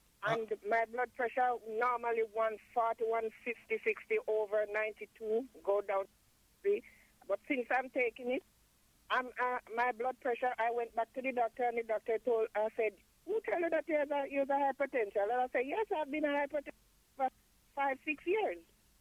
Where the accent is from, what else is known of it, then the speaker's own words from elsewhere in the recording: Jamaica; moved away; Since I have him, I'm hypertension from Jamaica. Since I come, and then I'm here, I'm still taking blood pressure pills.